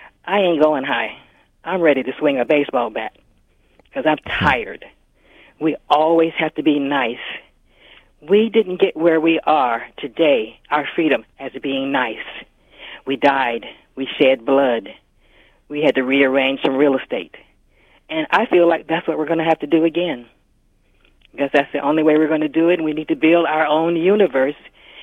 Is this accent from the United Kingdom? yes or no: no; Montgomery, Alabama, United States; I grew up in Jim Crow, Montgomery, Alabama.